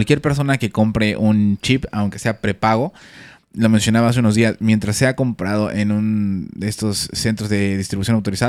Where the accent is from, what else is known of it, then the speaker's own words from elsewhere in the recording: Ecuador; Yo soy ecuatoriano.